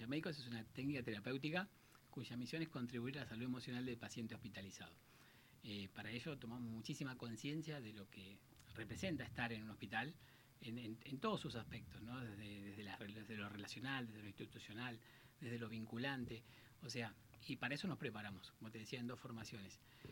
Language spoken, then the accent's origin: Spanish; San Luis, Argentina; born there; moved away; also born or lived in Buenos Aires; Yo, por ejemplo, me formé en Buenos Aires y, bueno, después me vine a vivir acá. Yo soy de San Luis, nací en San Luis.